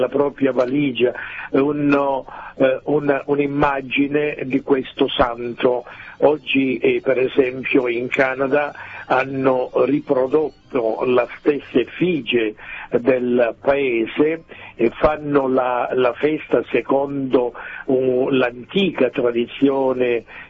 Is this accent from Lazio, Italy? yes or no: no; Maierato, Calabria, Italy; San Rocco al mio paese, Maierato, è il santo più amato